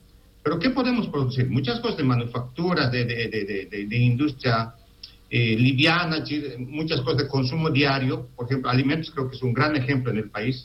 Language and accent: Spanish; Bolivia; porque somos bolivianos